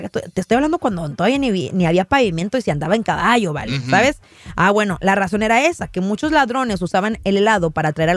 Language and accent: Spanish; Rosarito, Baja California, Mexico; now in United States; allá de donde yo soy, allá en Rosarito